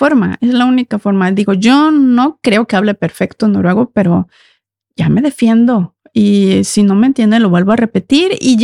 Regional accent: Mexico; mi idioma es el español. Si escuchan acento, soy mexicana y bueno, ya, continuamos.

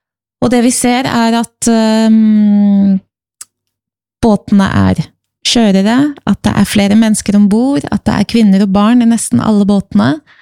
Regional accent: Malta; moved away; Jeg kommer jo selv fra Malta, en liten øy i Middelhavet

